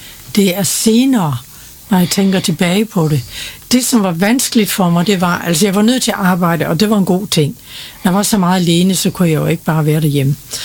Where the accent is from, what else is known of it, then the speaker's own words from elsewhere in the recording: Jutland, Denmark; jeg er jo jyde, jeg står med begge fødder i den jyske muld.